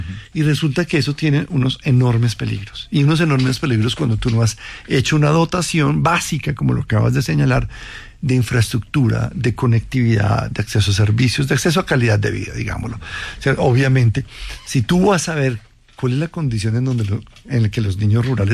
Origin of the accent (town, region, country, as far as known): Colombia